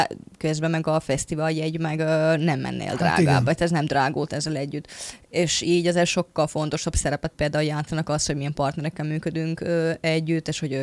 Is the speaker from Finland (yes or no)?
yes; Finland; now in Hungary